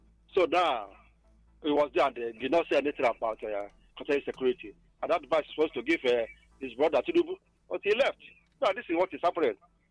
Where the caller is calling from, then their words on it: Anambra, Nigeria; I'm actually … I come from Obunka, the Anambra State.